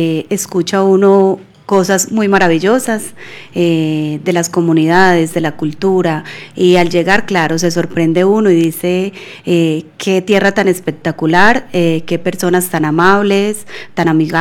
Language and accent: Spanish; Tarazá, Antioquia, Colombia; Vengo del municipio de Tarazá.